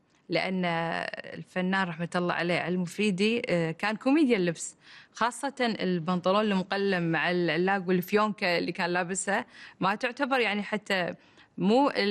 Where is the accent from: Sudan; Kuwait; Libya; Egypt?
Kuwait; كان موجود عندنا بالكويت.